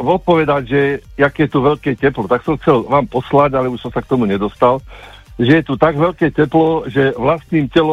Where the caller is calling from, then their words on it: Banská Bystrica Region, Slovakia; Slovenské Bystrice z okolia.